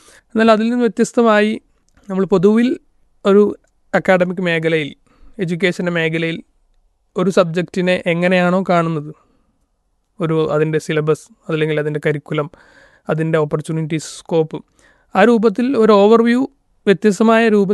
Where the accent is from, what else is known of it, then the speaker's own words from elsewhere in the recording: Kurumathur, Kerala, India; also born or lived in Nilambur; ഞാൻ കണ്ണൂർ ജില്ലയിലെ തളിപ്പറമ്പിനടുത്തുള്ള കുറുമാത്തൂർ എന്ന പ്രദേശത്തു നിന്നാണ് വരുന്നത്.